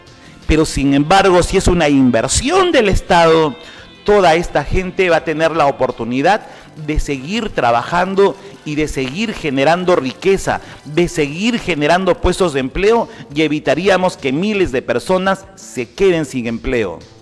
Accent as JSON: {"language": "Spanish", "town": "Huancabamba", "region": "Piura", "country": "Peru", "moved": "yes", "lives_now": "Chiclayo, Peru", "said": "Yo nunca he negado de dónde soy. Yo soy de Huancabamba. Nunca he negado mi tierra. Pero vivo en Chiclayo. Aunque parezca mentira, el tiempo pasa rápidamente. En Chiclayo vivo 43 años de mi vida."}